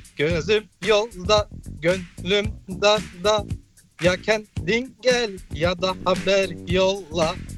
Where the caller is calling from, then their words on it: Bielefeld, North Rhine-Westphalia, Germany; Bielefeld'den arıyorum.